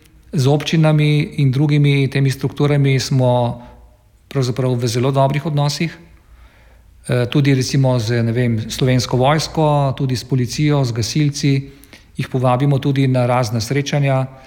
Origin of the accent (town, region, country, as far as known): Mirna Peč, Southeast Slovenia, Slovenia; born or raised there